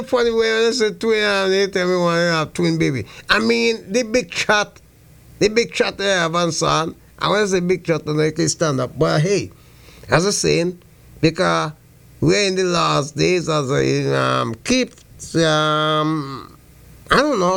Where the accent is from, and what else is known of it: St. Vincent & Grenadines; born or raised there; moved away